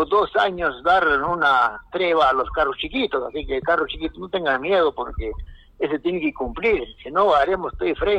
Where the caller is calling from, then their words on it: Arequipa, Peru; Así somos los arequipeños